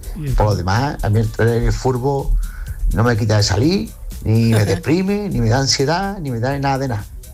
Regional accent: Cádiz, Andalusia, Spain

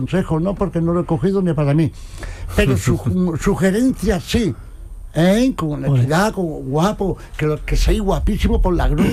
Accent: Jerez de la Frontera, Andalusia, Spain; Yo soy de Jerez, de Nativati, ¿no?

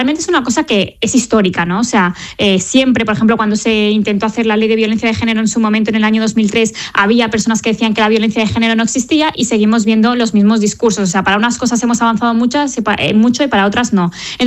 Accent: Lleida, Catalonia, Spain; con la Asociación Feminista de Lleida, que es de donde soy

